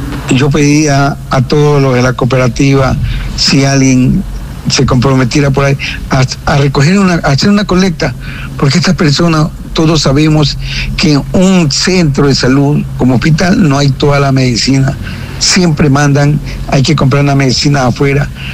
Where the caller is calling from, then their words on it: Santa Elena, Ecuador; En toda nuestra provincia, Santa Elena